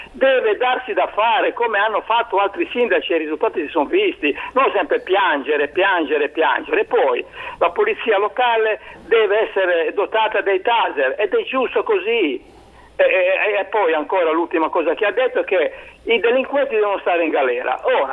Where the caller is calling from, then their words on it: Albenga, Liguria, Italy; Io sono di Albenga, no? Sono di Albenga.